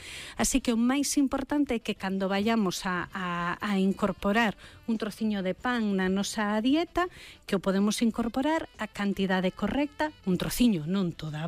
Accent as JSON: {"language": "Galician", "town": "Moeche", "region": "Galicia", "country": "Spain", "said": "Claro, sendo galegos, eu sendo de Moeche, quitar o pan máis as patacas, isto non"}